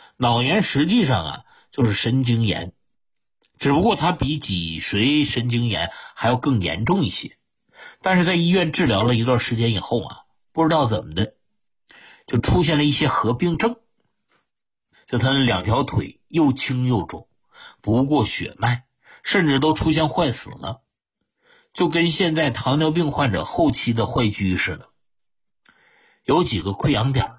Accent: northern China, China; 我们是北方人嘛

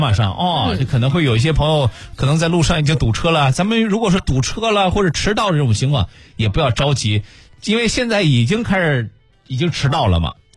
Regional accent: Xuzhou, Jiangsu, China

